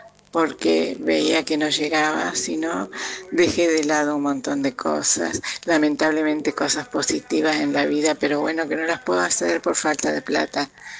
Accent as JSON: {"language": "Spanish", "town": "Paraná", "region": "Entre Ríos", "country": "Argentina", "said": "de Paraná, Entre Ríos. Tengo 78 años. Vivo sola."}